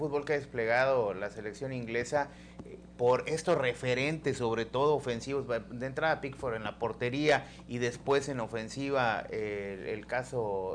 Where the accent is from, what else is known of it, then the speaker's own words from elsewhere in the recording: Mexico; somos mexicanos y es aquí donde nos tocó la fortuna de nacer y de vivir